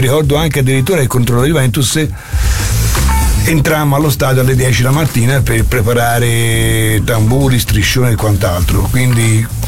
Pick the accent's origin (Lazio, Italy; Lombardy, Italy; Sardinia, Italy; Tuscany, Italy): Tuscany, Italy; Florence; siamo fiorentini